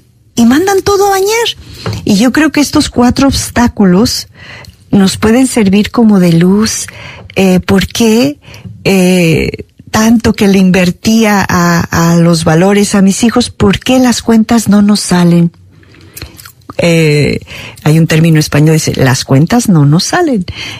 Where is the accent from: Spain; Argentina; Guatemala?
Guatemala; sea en México, sea aquí, sea en Guatemala, en mi país de origen